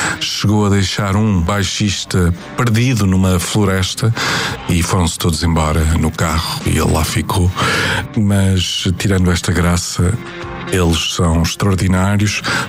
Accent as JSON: {"language": "Portuguese", "town": "Coimbra", "region": "Centro", "country": "Portugal", "said": "Eu sou de Coimbra"}